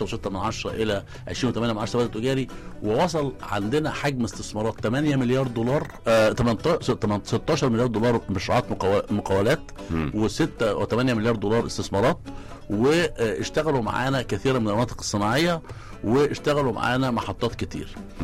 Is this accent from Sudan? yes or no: no; Egypt; أنا كجانب مصري